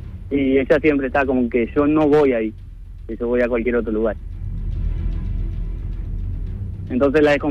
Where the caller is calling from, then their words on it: Canelones, Uruguay; Canelones, departamento.